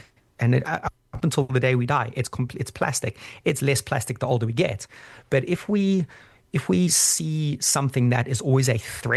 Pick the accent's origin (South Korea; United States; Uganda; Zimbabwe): Zimbabwe; born or raised there